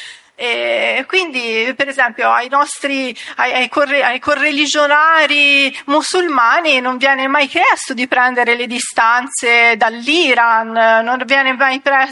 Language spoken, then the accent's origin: Italian; Tuscany, Italy; accent: Tuscan; Io lo sentirete dal mio accento, io sono toscana.